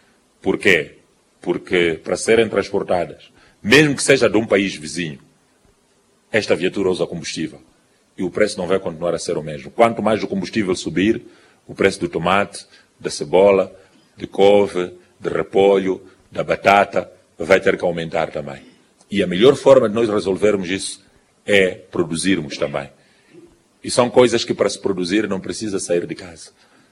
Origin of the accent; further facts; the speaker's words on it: Mozambique; nós aqui mesmo, como moçambicanos